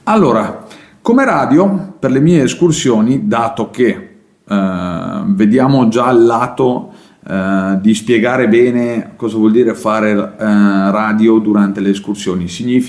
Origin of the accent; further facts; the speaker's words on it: Trentino-Alto Adige/South Tyrol, Italy; è un po' la mia esperienza maturata negli ultimi anni, in quanto io sono dell'Alto Adige.